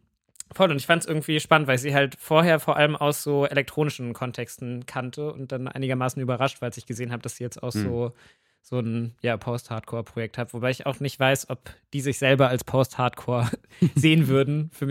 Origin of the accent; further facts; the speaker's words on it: Northern Germany, Germany; Ja, weil ich bin auch Norddeutscher, muss man dazu ja wissen.